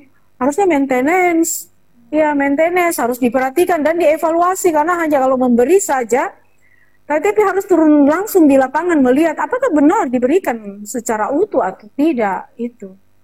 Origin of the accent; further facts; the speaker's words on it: Parepare, South Sulawesi, Indonesia; Kita ini orang Pare-Pare ini banyak ikan.